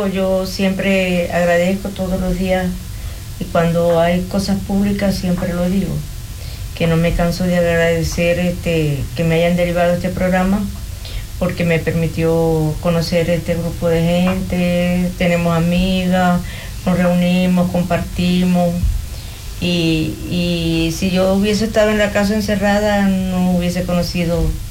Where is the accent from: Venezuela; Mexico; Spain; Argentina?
Venezuela; Maracaibo, Zulia; moved away as an adult; now in Coyhaique, Chile; yo soy de Maracaibo.